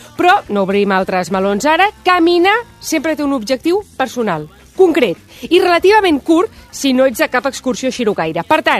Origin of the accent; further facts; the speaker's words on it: Badalona, Catalonia, Spain; No, a més, és que jo que sóc de Badalona